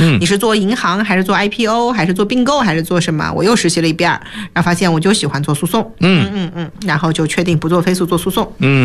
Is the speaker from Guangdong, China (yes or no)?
no; Ma'anshan, Anhui, China; born there; moved away as an adult; also born or lived in Beijing; 我是出生在安徽省马鞍山市